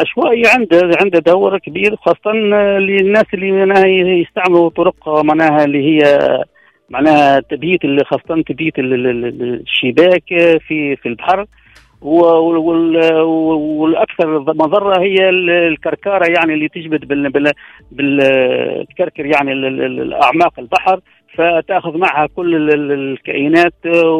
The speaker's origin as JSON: {"language": "Arabic", "town": "Djerba", "region": "Medenine", "country": "Tunisia"}